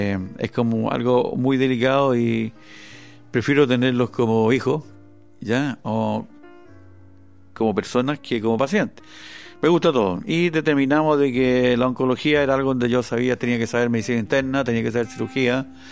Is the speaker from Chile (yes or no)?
yes; O'Higgins, Chile; moved away as an adult; después volví a mi tierra, porque yo soy de la sexta región, volví a la región de O'Higgins